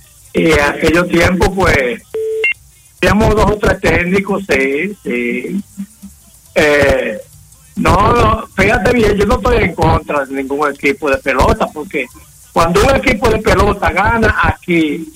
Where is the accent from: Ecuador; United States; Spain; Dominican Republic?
Dominican Republic; La Romana; born there; mi Romana, donde yo nací.